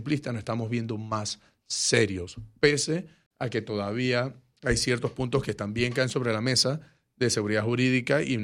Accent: Panama; todos nosotros como panameños

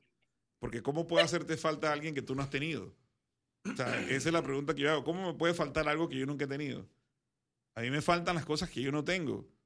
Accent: Panama; Como panameño yo también tengo tristeza

